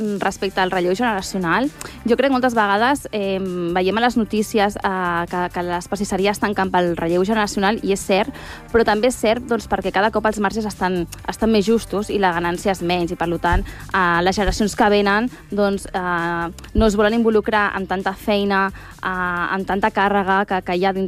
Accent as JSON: {"language": "Catalan", "town": "Molins de Rei", "region": "Catalonia", "country": "Spain", "lives_now": "Barcelona, Spain", "said": "Doncs sí, som de Molins de Rei, però també fa uns anyets hem vingut a Barcelona, al carrer Berlín."}